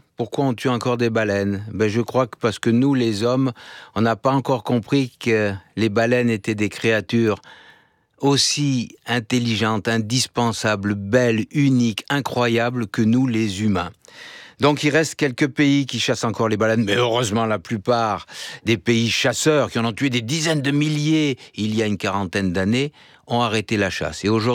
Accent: France; chez nous, en France

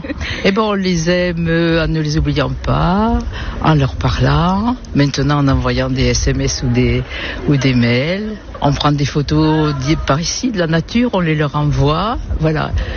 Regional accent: south of France, France; accent: southern French; je suis spéciale, on croit que je suis quelqu'un de très bien parce que j'ai l'accent du Sud, voilà.

